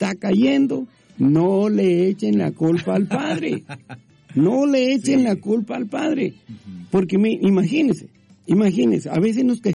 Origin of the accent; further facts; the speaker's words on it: Guatemala; now in United States; de donde yo vivo, donde yo crecí, en Guatemala